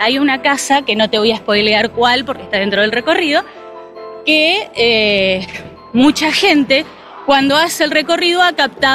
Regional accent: Lomas de Zamora, Buenos Aires Province, Argentina; Soy de Lomas.

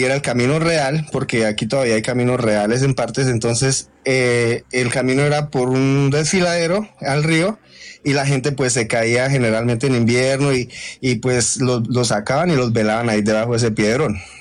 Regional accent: Casanare, Colombia; Tengo una de aquí de la región donde me crié. Yo soy del Casanare, en medianías con Boyacá.

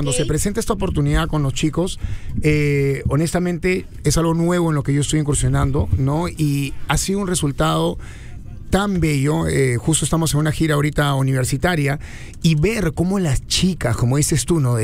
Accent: Peru; Somos los primeros peruanos

